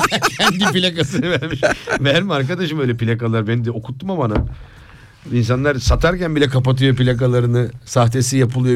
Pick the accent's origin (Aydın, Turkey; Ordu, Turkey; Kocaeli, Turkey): Kocaeli, Turkey; O Sakaryalıdır, ben Kocaeliliyim ya.